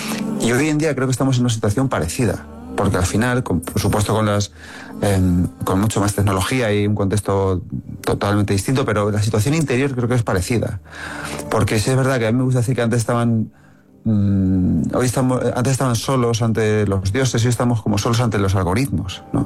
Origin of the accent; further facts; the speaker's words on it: Manzanares, Castilla-La Mancha, Spain; cuando yo era pequeño y estaba en mi pueblo, ¿no? Yo soy un pueblo de Ciudad Real muy chiquitín, de Manzanares.